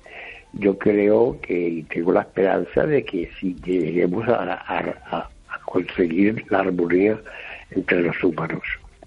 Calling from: Lugo, Galicia, Spain; Yo soy el músico de Lugo

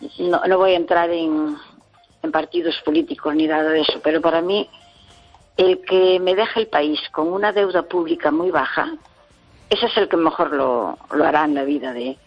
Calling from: Pontevedra, Galicia, Spain; Buenas noches. … de Pontevedra. ¿Qué tal?

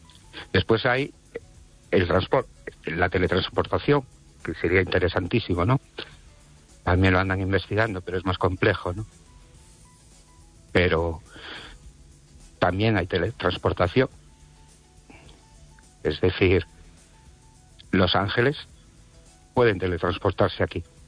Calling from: Ourense, Galicia, Spain

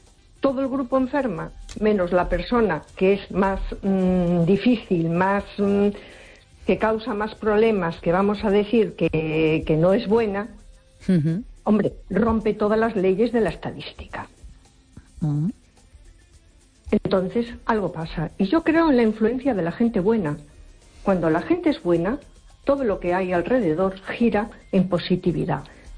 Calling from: A Coruña, Galicia, Spain; No, buenas noches … de Coruña.

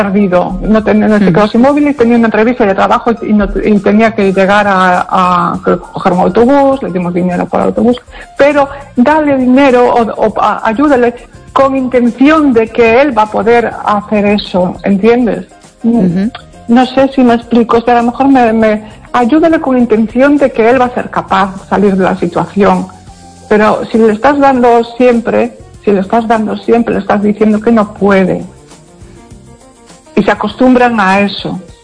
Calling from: Pontevedra, Galicia, Spain; de Pontevedra.

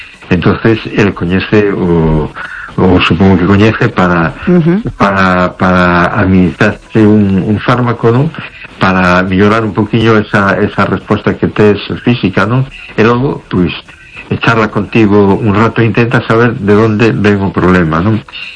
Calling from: A Coruña, Galicia, Spain; Buenas noches … de Coruña.

